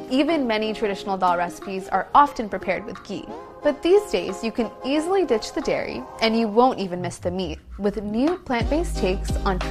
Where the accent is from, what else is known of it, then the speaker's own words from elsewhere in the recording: Los Angeles, California, United States; I'm heading to Los Angeles, my hometown, to visit a popular fast food chain serving up show-stopping burgers without the beef. Growing up in SoCal